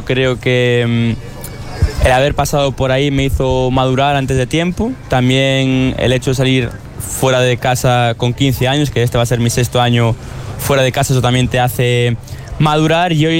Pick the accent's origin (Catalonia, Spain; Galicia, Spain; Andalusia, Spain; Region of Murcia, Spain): Galicia, Spain; Gallego, sí